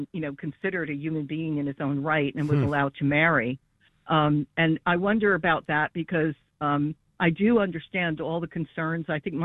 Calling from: Branchville, New Jersey, United States; Branchville, New Jersey.

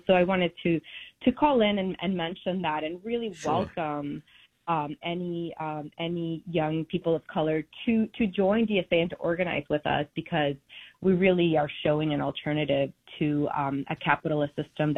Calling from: Astoria, New York, United States

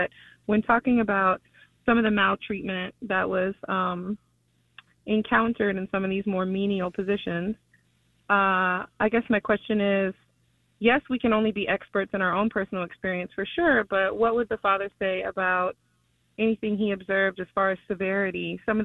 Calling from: Queens, New York, United States; I'm actually … that resides in Manhattan, but I am currently calling from Queens.

